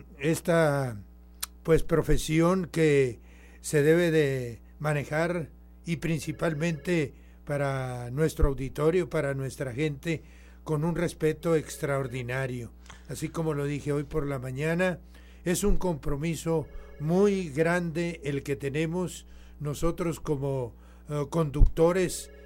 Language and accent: Spanish; El Capulín de los Ruices, Zacatecas, Mexico; now in Nogales, Mexico; yo soy de un pueblito que se llama El Capulín de los Ruices.